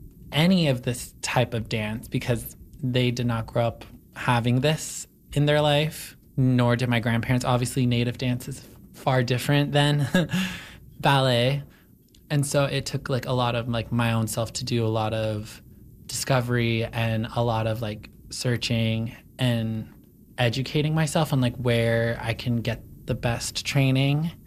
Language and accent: English; Langley, British Columbia, Canada; I grew up in Langley, BC